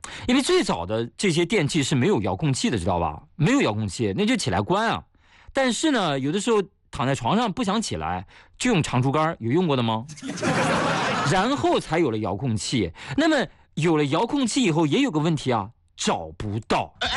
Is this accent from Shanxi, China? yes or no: yes; Shanxi, China; moved away; 那就是我的老家山西。